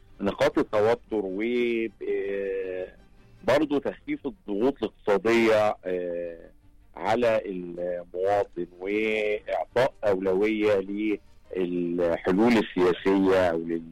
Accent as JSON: {"language": "Arabic", "country": "Egypt", "said": "فأنا لما أتكلم في حاجة أتكلم كمصري، ولما أحب أطرح مشكلة أطرحها كمصري"}